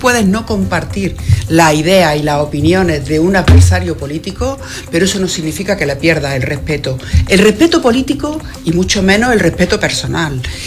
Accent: Andújar, Andalusia, Spain; el alcalde de Andújar, pero jamás le voy a faltar el respeto, jamás. Y es más, delante de mí tampoco voy a permitir que nadie se lo falte, porque está representando a mi pueblo.

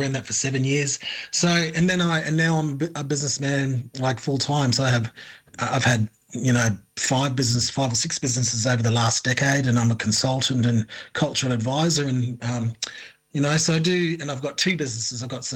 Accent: Darwin, Northern Territory, Australia; But growing up in Darwin, there's lots of I saw different Aboriginal people in business.

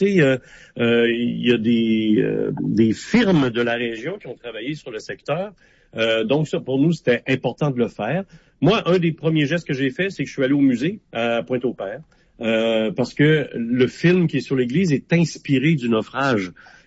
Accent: Sainte-Catherine-de-la-Jacques-Cartier, Quebec, Canada; moi, je viens du comté de Portneuf, je viens pas du bas, mais je viens d'un petit village qui est devenu gros, là, aujourd'hui, Sainte-Catherine-d'Ajac-Cartier.

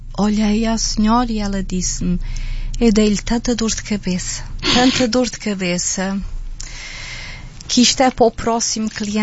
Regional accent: Azores, Portugal

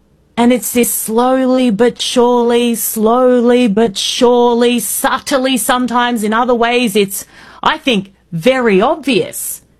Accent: Indonesia; born or raised there; also born or lived in Australia

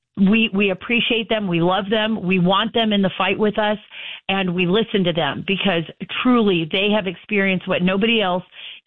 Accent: Texas, United States; born there; moved away; I'm so happy to be back in my home state now

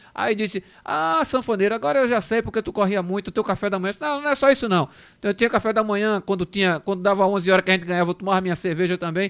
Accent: Northeast Region, Brazil; eu sou do Nordeste, terra do frevo, do maracatu, do futebol, animal.

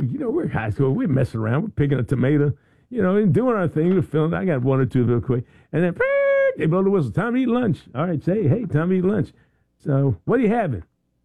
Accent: Philadelphia, Pennsylvania, United States; I'm from Philly. I picked tomatoes. We used to get on the bus and drive out to Jersey and pick the Jersey tomatoes.

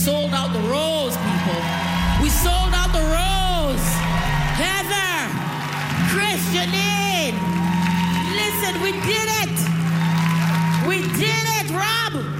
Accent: Toronto, Ontario, Canada; And I'm from Jane and Finch.

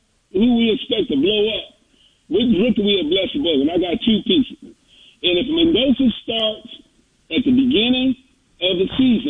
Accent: California, United States; He's in Oakland, man. Okay, ooh. I'm from the Bay.

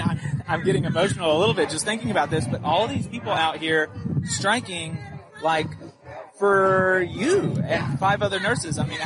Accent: the South, United States; I mean, I'm from the South. We're broadcasting all over the place right now, but, I'm in the South.

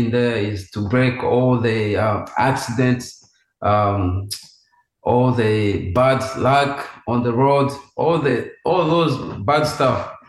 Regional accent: DR Congo; first language Swahili; English is a second language; now in Brisbane, Australia; I grew up in Congo

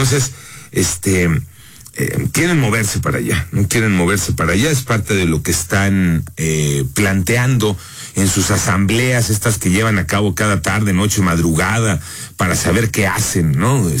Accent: Mexico; lo divertidos y lo alegres que somos los mexicanos.

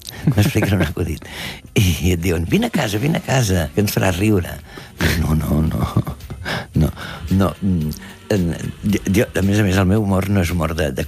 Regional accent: Catalonia, Spain

